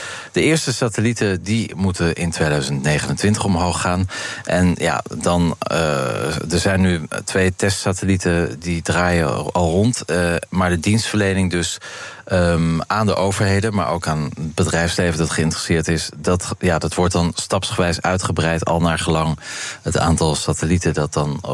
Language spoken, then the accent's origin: Dutch; Zeeland, Netherlands; ik ben opgegroeid in Zeeland.